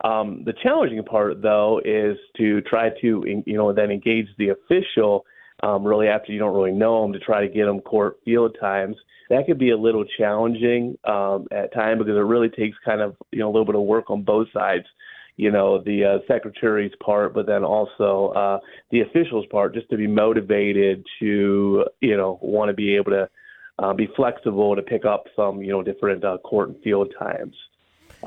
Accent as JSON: {"language": "English", "town": "Norwalk", "region": "Ohio", "country": "United States", "tie": "born or raised there", "said": "So I grew up in Norwalk, Huron County. Call myself a Norwalkian, but also a Huron Countyan. But just a local guy that grew up playing a lot of different sports."}